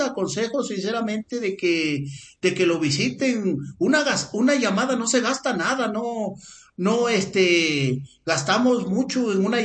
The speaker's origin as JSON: {"language": "Spanish", "region": "Puebla", "country": "Mexico", "said": "qué bueno que le haya gustado ese molecito que hacemos allá en mi tierra, allá en Puebla."}